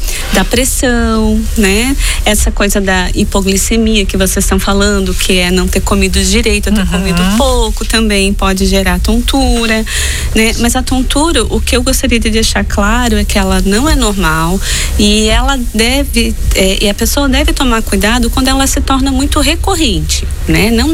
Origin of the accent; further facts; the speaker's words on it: Blumenau, Santa Catarina, Brazil; moved away as an adult; now in Balneário Camboriú, Brazil; sou de Blumenau, natural de Blumenau, mas moro aqui na região há mais de 20 anos.